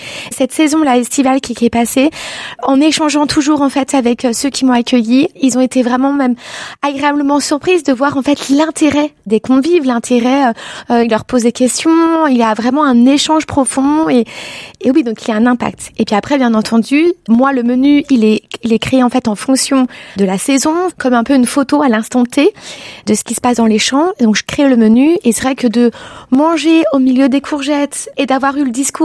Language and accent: French; Annecy, Auvergne-Rhône-Alpes, France; now in Lyon, France; moi je viens d'Annecy